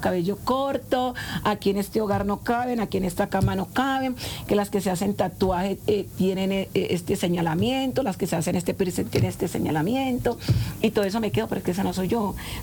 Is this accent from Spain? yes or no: no; Colombia; Somos colombianas y tenemos que defender la causa y nuestra comunidad.